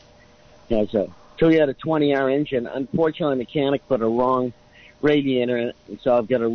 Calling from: Monterey, California, United States; from Monterey.

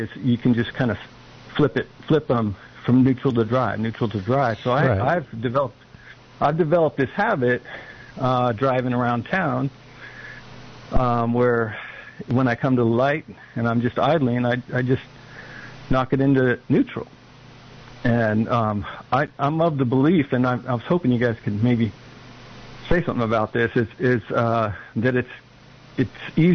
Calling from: Live Oak, United States; from Live Oak calling.

